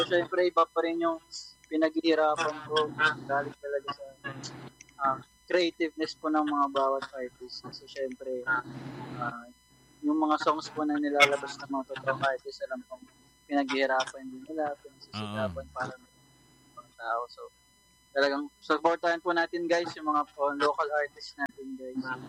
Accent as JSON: {"language": "Tagalog", "town": "Imus", "region": "Calabarzon", "country": "Philippines", "said": "Imus, Cavite."}